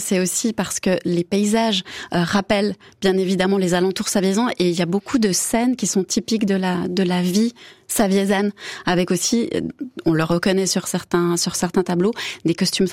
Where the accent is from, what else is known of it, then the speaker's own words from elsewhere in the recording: Biel, Bern, Switzerland; moved away as an adult; Je viens quand même de Bienne.